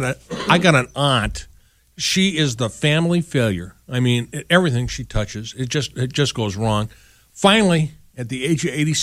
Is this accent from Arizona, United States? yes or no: no; Minneapolis, Minnesota, United States; Well, I joined a health club in my hometown in Minneapolis